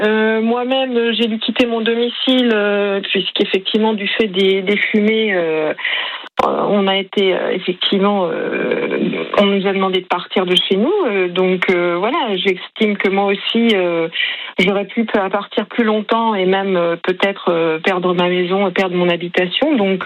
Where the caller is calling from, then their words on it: Saint-Médard-en-Jalles, Nouvelle-Aquitaine, France; je vous appelle donc de Saint-Médard-en-Jalles où j'ai réintégré mon domicile.